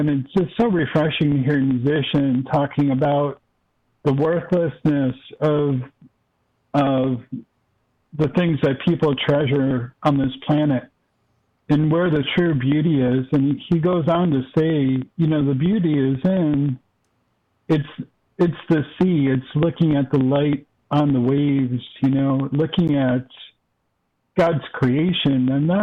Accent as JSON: {"language": "English", "town": "Rochester", "country": "United States", "tie": "born or raised there", "said": "Growing up in Rochester, I would walk all the time in the woods in the middle of winter."}